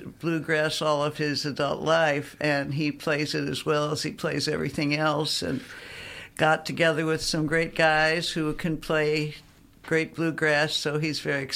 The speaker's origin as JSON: {"language": "English", "town": "St. Louis", "region": "Missouri", "country": "United States", "tie": "born there", "also_born_or_lived": "Arizona", "moved": "yes", "said": "we're from the Hill. We weren't all born there. We were, except for Maria."}